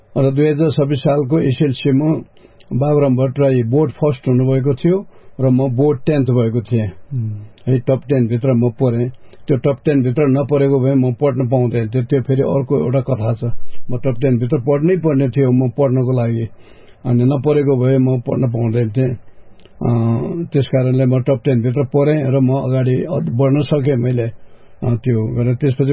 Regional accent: Jajarkot, Karnali Province, Nepal; now in Lalitpur, Nepal; मेरो घर जाजरकोट हो, पहिलाको घर, अहिले म ललितपुर बागडोलमा बस्छु, म र मेरो परिवार, पेसाले इन्जिनियर।

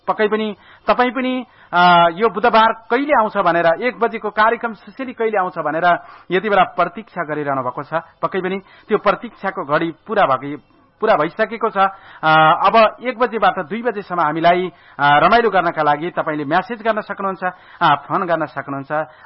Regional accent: Kaligandaki, Gandaki Province, Nepal; स्याङ्जा कालीगण्डकी गाउँपालिका बलाम बेल्टारी भन्ने ठाउँमा चाहिँ मेरो घर।

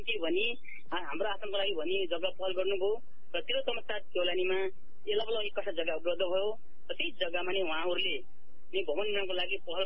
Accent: Rolpa District, Lumbini Province, Nepal; born there; now in Tilottama, Nepal; रोल्पा जिल्लाको लुङ्गरी गाउँपालिका ward number 1 पाङ भन्ने ठाउँमा 2054 जन्मभएको मेरो

